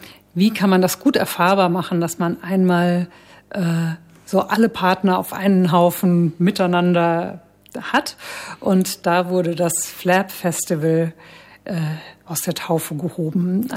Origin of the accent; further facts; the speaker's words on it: Frankfurt, Hesse, Germany; Also ich bin eine Frankfurterin